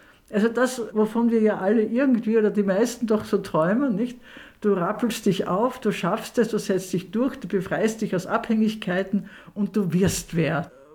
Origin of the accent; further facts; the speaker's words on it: Lower Austria, Austria; Also das haben wir immer bei uns im Weinviertel draußen in der Kellergasse.